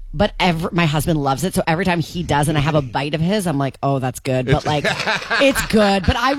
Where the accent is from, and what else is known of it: Canada